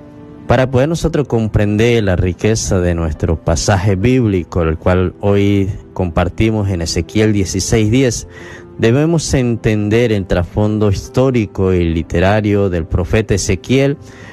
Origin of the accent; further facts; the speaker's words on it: Pregonero, Táchira, Venezuela; now in Barinas, Venezuela; Gracias por hacerme recordar mi terruño natal de Pregonero, Estado Táchira, y siempre amante del merengue campesino.